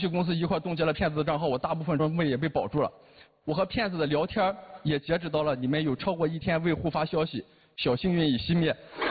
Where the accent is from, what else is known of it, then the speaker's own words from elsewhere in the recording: Shandong, China; 因为我们山东人平时说话就倒装。